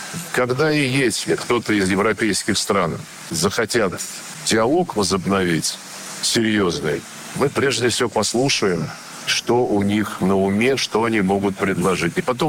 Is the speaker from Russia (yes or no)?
no; Armenia; он имеет в виду, когда мы, армяне, подадим заявление о приеме в Евросоюз